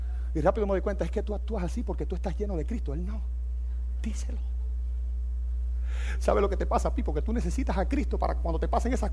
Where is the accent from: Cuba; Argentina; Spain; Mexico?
Cuba; Estaba hablando con uno de los muchachos, español, si somos cubanos los dos, ¿qué vamos a hablar? Bueno, estábamos hablando cubano.